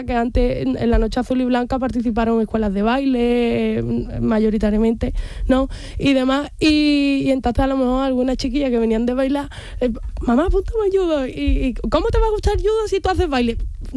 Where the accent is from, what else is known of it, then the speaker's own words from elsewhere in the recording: Andalusia, Spain; De ellos, somos 126 andaluces.